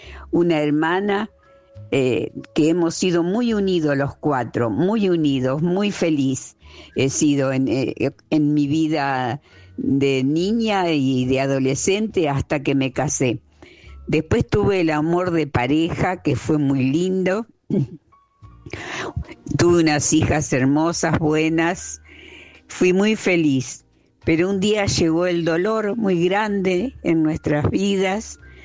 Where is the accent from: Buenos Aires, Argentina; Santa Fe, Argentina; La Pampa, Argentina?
Santa Fe, Argentina; Rosario